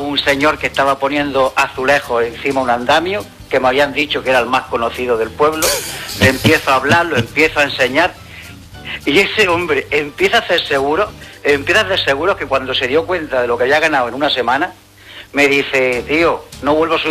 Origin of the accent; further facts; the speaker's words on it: Almería, Andalusia, Spain; now in Málaga, Spain; Yo soy de Almería, aunque ahora vivo en Málaga.